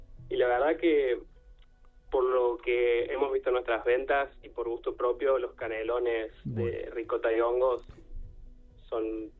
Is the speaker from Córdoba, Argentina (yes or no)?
yes; Córdoba, Argentina; Yo amo Córdoba, amo mi provincia.